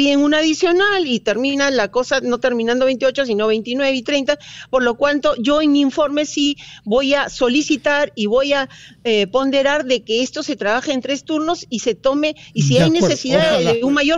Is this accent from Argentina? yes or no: no; Peru; realmente no quisiera que pasara esto en mi país.